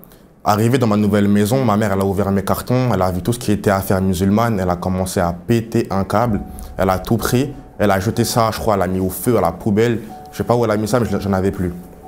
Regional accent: Paris, Île-de-France, France; J'ai grandi à Paris avec ma mère et pas mon père

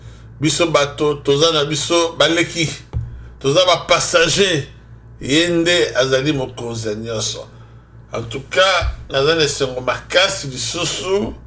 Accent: DR Congo; je congolais, je suis un congolais, pour les pandas, je suis un bunda.

